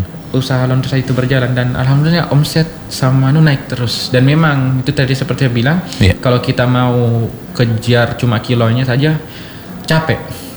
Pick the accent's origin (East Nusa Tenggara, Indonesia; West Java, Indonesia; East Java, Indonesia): East Java, Indonesia; Malang; Kalau saya asli apa lahir di Malang Pak.